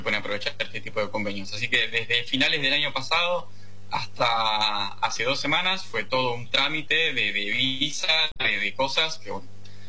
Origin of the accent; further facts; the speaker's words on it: Quilmes, Buenos Aires Province, Argentina; moved away as an adult; now in Wuhan, China; Yo soy originario de Quilmes